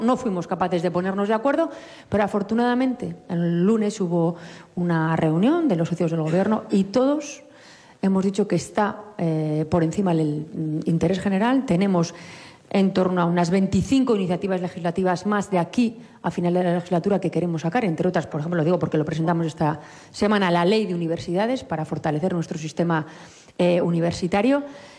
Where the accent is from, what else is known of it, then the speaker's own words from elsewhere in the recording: Navarre, Spain; los navarros somos plurales, diversos, navarros que se sienten vascos, navarros que se sienten del mundo, navarros que se sienten solo navarros que se sienten navarros y españoles.